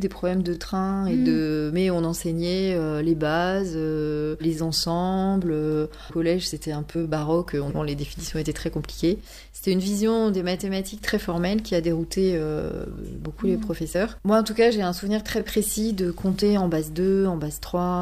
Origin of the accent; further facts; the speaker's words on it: Paris, Île-de-France, France; moved away as an adult; now in Toulouse, France; Je suis parisienne et j'habite à Toulouse depuis 95, donc j'ai quasiment passé plus de temps à Toulouse qu'à Paris.